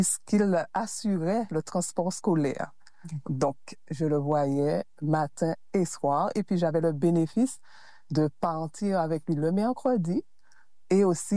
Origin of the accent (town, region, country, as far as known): Le Robert, Martinique; born or raised there